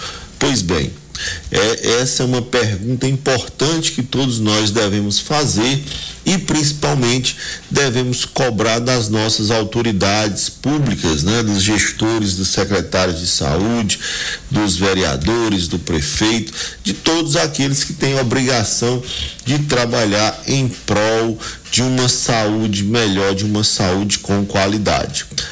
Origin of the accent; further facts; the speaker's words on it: Parambu, Ceará, Brazil; médico, filho de Parambu